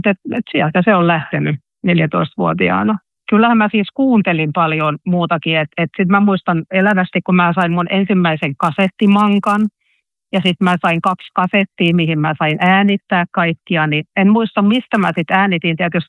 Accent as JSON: {"language": "Finnish", "town": "Pori", "region": "Satakunta", "country": "Finland", "said": "Sitten kun mä oon Porista kotoisin, mä oon asunut 5 ekaa vuotta siellä"}